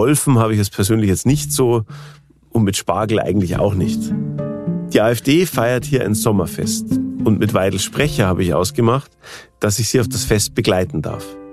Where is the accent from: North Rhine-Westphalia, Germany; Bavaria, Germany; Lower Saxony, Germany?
Bavaria, Germany; Ingolstadt; Ich komme, wie gesagt, aus Bayern, aus Ingolstadt, das hört man vielleicht auch.